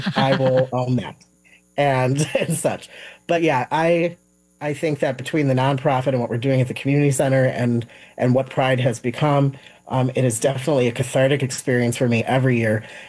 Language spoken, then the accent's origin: English; Park Ridge, Illinois, United States; a lot of that drive comes from resources that I didn't have even growing up in Park Ridge. And, you know, not forever long ago, you know, I'm only 46